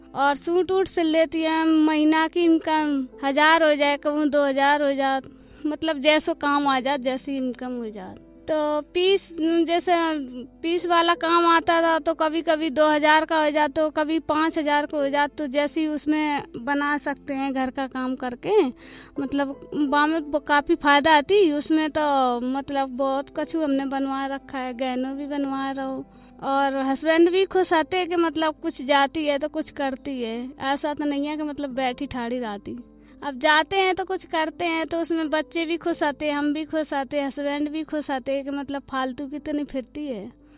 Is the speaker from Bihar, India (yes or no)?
no; Jalaun district, Uttar Pradesh, India; moved away as an adult; now in Delhi, India; मैं यूपी की रहने वाली हूँ। 3 बच्चे हैं मेरे, जिला जालौन है।